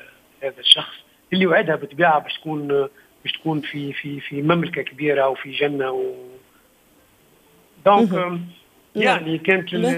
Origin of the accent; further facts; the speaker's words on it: Tunisia; توانسة يخدموهم حاجات بلهجتنا محلية